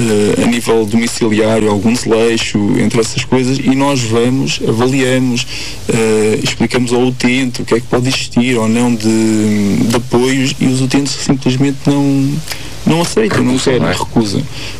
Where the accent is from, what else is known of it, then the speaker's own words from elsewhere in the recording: Guarda, Centro, Portugal; Eu cresci aqui na Guarda.